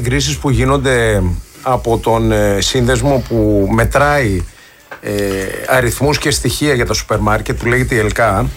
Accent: Athens, Attica, Greece; Από την Κέρκυρα, αλλά έχω γεννηθεί στην Αθήνα, έχω μεγαλώσει εδώ. Οι γονείς μου από την Κέρκυρα.

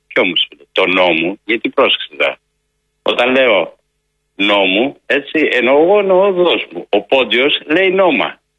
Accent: Katouna, Western Greece, Greece; Εγώ από την Κατούνα

